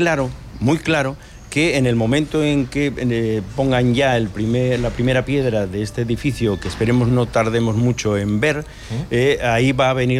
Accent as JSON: {"language": "Spanish", "country": "Spain", "said": "pero es verdad que como buenos españoles no debemos de esperar al último día"}